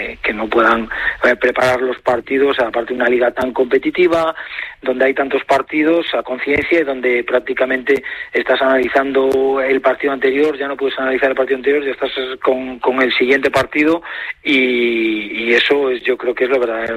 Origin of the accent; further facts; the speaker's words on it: Nigrán, Galicia, Spain; Aquí por esta zona, pues imagínate, aquí me crié en el Celta con 10, 12 años hasta los 25